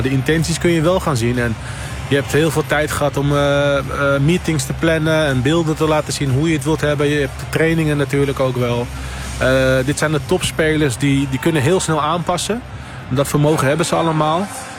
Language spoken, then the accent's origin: Dutch; Netherlands; Ik denk dat wij als Nederlanders zijn dat liever hebben.